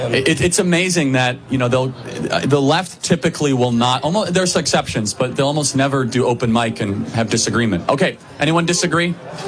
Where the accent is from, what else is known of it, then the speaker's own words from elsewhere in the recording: United States; We as the American people